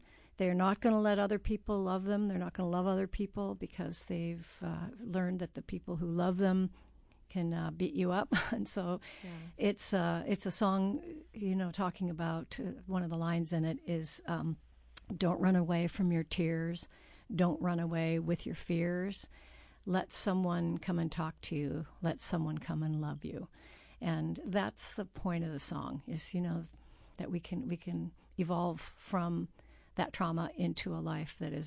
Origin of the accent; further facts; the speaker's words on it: California, United States; moved away as an adult; now in Alaska, United States; Well, I'm originally from California, Southern California.